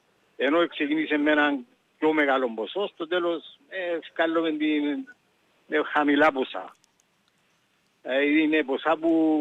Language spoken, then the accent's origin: Greek; Salamiou, Paphos District, Cyprus; Διότι κατάγομαι από τη Σαλαμιού, εγώ είμαι από τη Σαλαμιού.